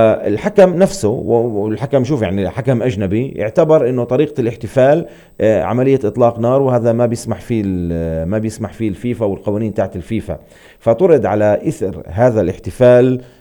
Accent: Palestine; هي بتمثل كثير لنا كفلسطينيين كعرب كمسلمين.

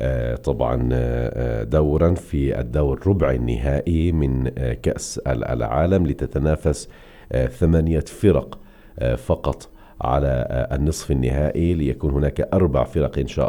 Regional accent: Palestine; بالنسبة لنا كفلسطينيين وكعرب

